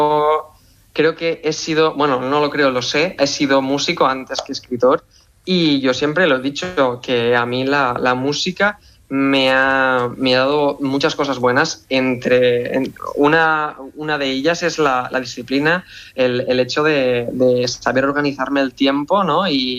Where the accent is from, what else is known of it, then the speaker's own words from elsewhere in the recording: Tavernes de la Valldigna, Valencian Community, Spain; yo todo lo que escribía estaba ambientado en Tavernes de la Valldigna, en mi pueblo de Valencia